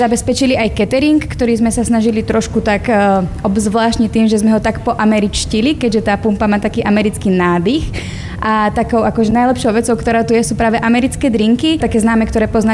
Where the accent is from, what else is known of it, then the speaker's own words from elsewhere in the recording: Brezno, Banská Bystrica Region, Slovakia; som z Brezna a na starosti mám nejaký taký marketing tu v múzeu.